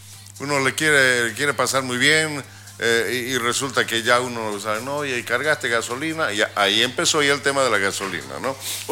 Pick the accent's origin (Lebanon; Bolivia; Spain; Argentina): Bolivia; Somos cuerudos los bolivianos.